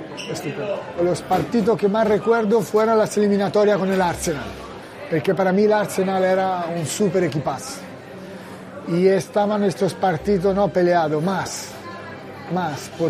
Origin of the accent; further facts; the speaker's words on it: Italy; Spanish is a second language; mira que soy italiano, que creo que me he sentido más valenciano que muchos de aquí